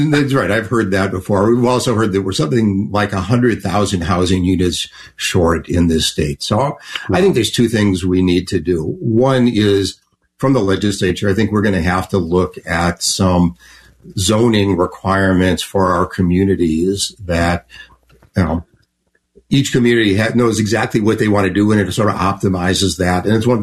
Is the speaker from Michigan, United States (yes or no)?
no; Chicago, Illinois, United States; now in Lakeville, United States; I grew up in Chicago and I'm used to the whole L system